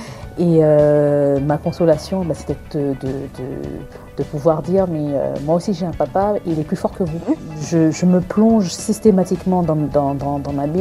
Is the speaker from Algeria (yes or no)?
no; Martinique; moved away; je suis originaire de Madinina, alias la Martinique. Je dirais simplement que la Martinique, mon île, me manque énormément